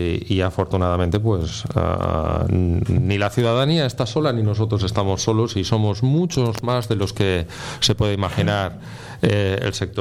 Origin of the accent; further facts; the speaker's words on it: Catalonia, Spain; oye, que somos tan catalanes o más que porque la estelada no.